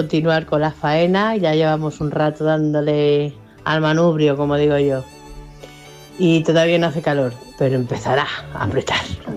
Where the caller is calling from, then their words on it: Alcocer, Castilla-La Mancha, Spain; de Alcocer